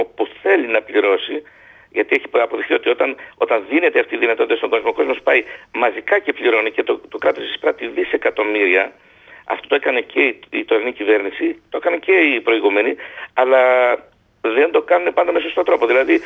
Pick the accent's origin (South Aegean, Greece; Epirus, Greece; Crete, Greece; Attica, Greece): Epirus, Greece; Είμαι από την Ήπειρο